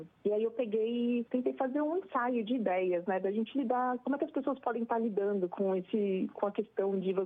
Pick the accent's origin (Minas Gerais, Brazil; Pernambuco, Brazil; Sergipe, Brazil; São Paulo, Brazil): São Paulo, Brazil; eu sou de São Paulo, da capital, e aqui era a cidade da Garoa.